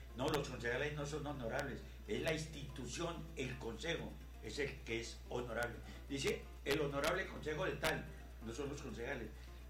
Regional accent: Villavicencio, Meta, Colombia; also born or lived in Puerto Rico; usted es de Villavicencio, yo también. Bueno, yo nací en Puerto Rico, pero me crié acá, en Villavicencio.

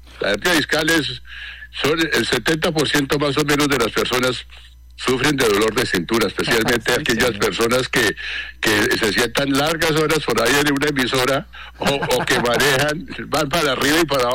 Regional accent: Villavicencio, Meta, Colombia; Yo vengo hace aquí 15 años. Además, soy hijo de Villavicencio

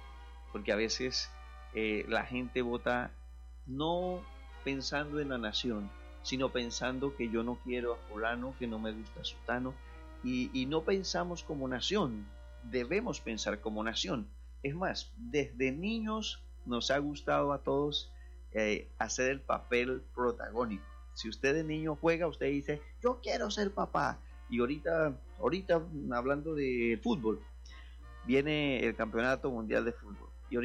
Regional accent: Colombia

